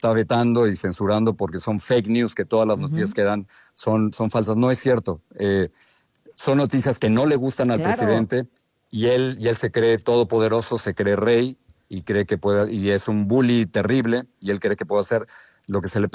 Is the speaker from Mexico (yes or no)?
yes; Mexico; moved away as an adult; now in United States; yo que me fui de México cuando no había democracia y decía que había censura, ahora estoy en el 2026 hablando de censura aquí en los Estados Unidos.